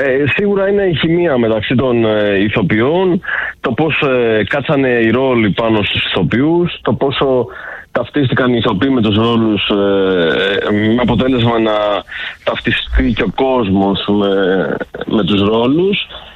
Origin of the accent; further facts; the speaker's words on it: Agrinio, Western Greece, Greece; μην ξεχνάτε ότι είμαι και από Αγρίνιο, οπότε εκεί πέρα φημιζόμαστε για το κρέας.